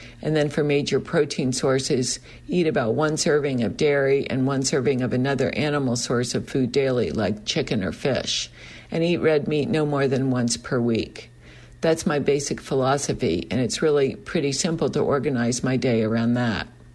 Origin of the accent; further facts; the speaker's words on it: Midwest, United States; What I eat now is very different from what I ate when I was growing up in the Midwest. Back then, we ate mashed potatoes, beef, and gravy.